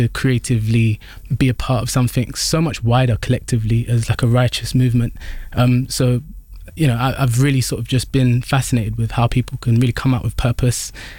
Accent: United Kingdom; Being British for me is like you're part of such a large melting pot

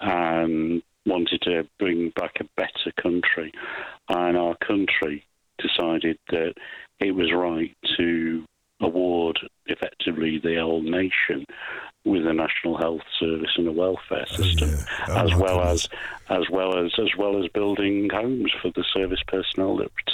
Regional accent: United Kingdom; Well, my pride in my life for Britain, for being British, is where my dad was in the SBS, the Special Boat Squadron.

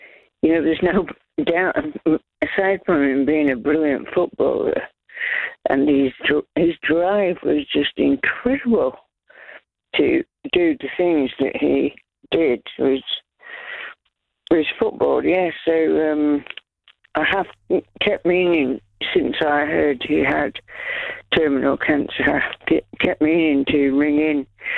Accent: Yorkshire and the Humber, United Kingdom; now in West Yorkshire, United Kingdom; I was in South Yorkshire at the time, 5 miles outside of Doncaster

